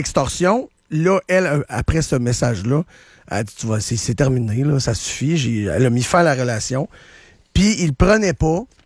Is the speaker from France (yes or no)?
no; Montmagny, Quebec, Canada; moi, j'ai grandi à Montmagny, puis on fumait la cigarette, là.